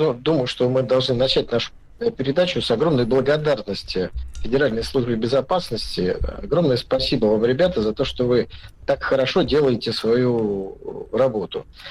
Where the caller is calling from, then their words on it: Volgograd, Volgograd Oblast, Russia; Я приветствую вас из Волгограда, Сталинграда.